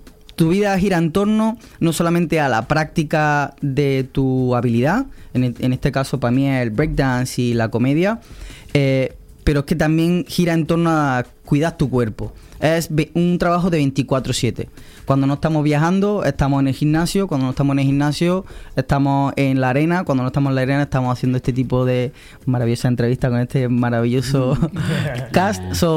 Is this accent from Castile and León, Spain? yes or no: no; Andalusia, Spain; Yo soy del sur de España, de Andalucía.